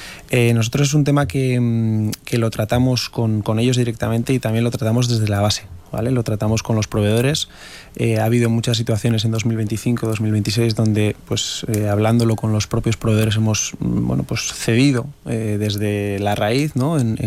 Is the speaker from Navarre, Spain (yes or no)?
yes; Navarre, Spain; Bueno, pues este es un punto que a mí me particularmente como navarro que soy me gusta mucho.